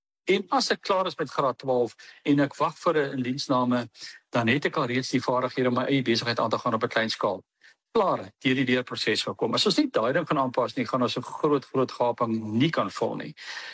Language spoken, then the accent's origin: Afrikaans; George, Western Cape, South Africa; in my area waar ek vandaan kom, hoeveel gemeenskapsale is daar? Ek dink as 'n stuk of 14 gemeenskapsale reg oor die breër George area.